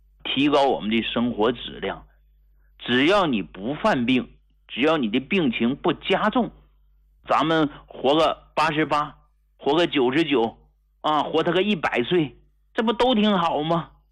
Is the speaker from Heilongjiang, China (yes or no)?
yes; Hegang, Heilongjiang, China; 我是从农村走出来的中医大夫，一个土生土长的农民的儿子啊，从黑龙江鹤岗农村走出来的一个平民医者，不怕辛苦。